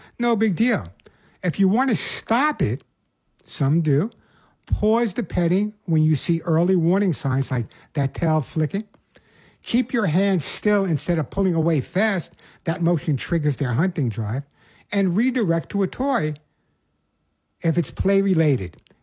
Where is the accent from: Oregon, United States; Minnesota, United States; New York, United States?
New York, United States; Oceanside; also born or lived in Bronx, United States / Queens, United States; I was born in the Bronx, grew up part of my life in Queens in Rockaway Beach, and then most of my time on Long Island in Oceanside.